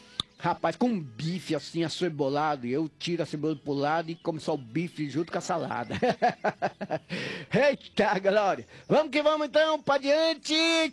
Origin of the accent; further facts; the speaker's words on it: Mato Grosso do Sul, Brazil; é porque a gente é lá do Mato Grosso do Sul, não é verdade?